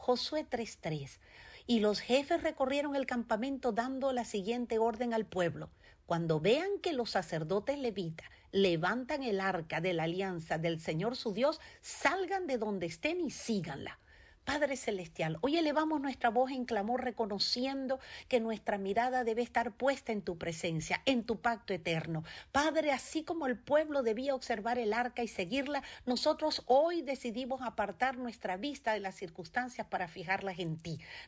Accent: Houston, Texas, United States; la antorcha encendida de Houston, Texas, orando a través de la red Radio Vida.

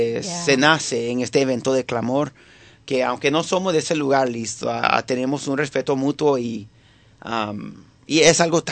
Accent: Venezuela; now in Tennessee, United States; yo soy venezolano

